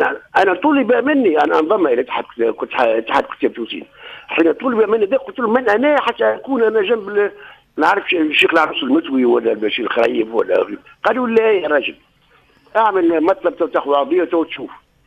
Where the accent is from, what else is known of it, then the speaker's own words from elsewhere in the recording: Tunisia; وأنا أول تونسي